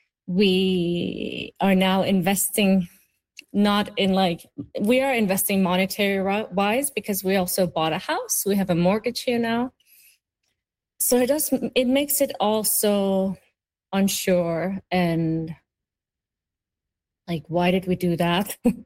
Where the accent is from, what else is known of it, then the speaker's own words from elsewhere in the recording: Greenland; now in Canada; Yes, I am an immigrant from Kalaallit Nunaat, from Denmark.